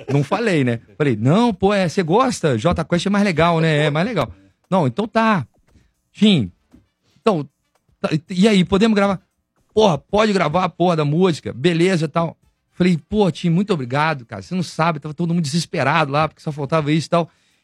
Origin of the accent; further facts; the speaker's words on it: Belo Horizonte, Minas Gerais, Brazil; somos uma banda, somos aqui de Belo Horizonte